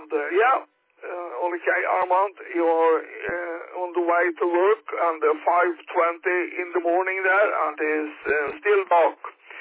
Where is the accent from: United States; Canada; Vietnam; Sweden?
Sweden; I am from Sweden, there, in the northern part of Europe there